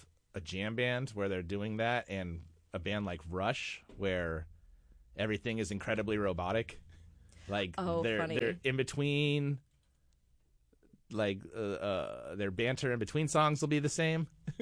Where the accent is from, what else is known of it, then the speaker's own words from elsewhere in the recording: San Francisco, California, United States; moved away; I grew up in San Francisco.